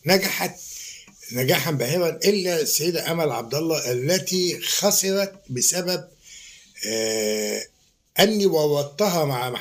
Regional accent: Egypt; لان احنا عندنا في مصر 16,000 موقع في المحافظات لمسرح الطفل.

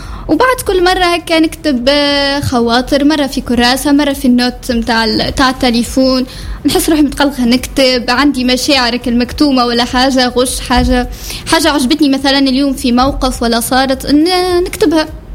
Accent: Bir Ali Ben Khalifa, Sfax Governorate, Tunisia; بيرعلي العويد.

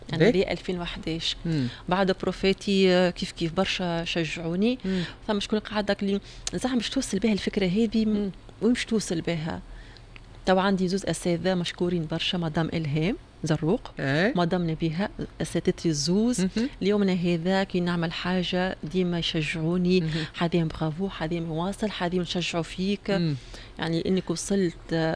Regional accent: Tunisia; وانا من تونس

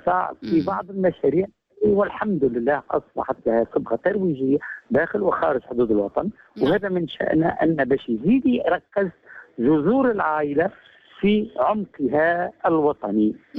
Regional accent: Tunisia; أنا كل تونسي الحمد لله محظوظ أننا ولدنا ووجدنا أنفسنا تونسيين وتونسيات

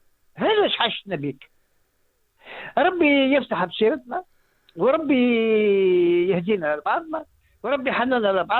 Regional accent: Tunisia

